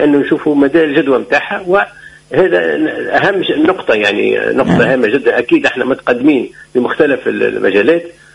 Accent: Tunisia

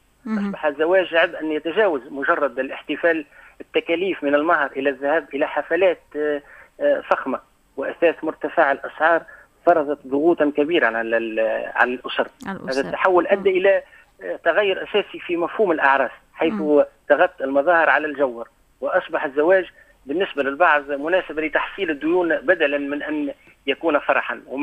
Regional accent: Tunisia; عندنا في تونس

